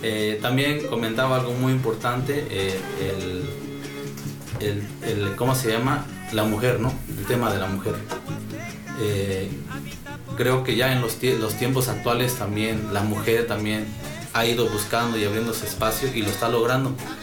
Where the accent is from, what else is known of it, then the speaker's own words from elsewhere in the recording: Mexico; todos como mexicanos, porque todos tenemos tradiciones.